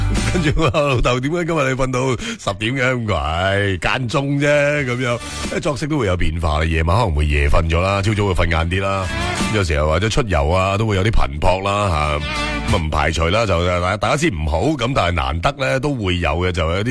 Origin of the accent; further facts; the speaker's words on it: Guangdong, China; 係煲翻啖我哋廣東人冇佢唔得然後有佢咧好開心嘅靚湯都好嘅